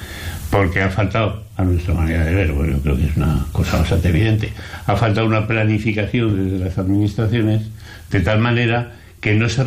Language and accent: Spanish; Aragon, Spain; Yo vengo de Aragón, he estado muchos años he vivido muchos años en Aragón